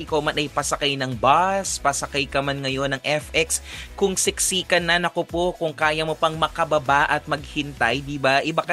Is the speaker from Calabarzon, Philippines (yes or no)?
yes; San Pedro, Calabarzon, Philippines; Siyempre, ako tiga San Pedro. Sa amin kasi, hindi namin alam ang salitang traffic. Una, tiga Laguna ako.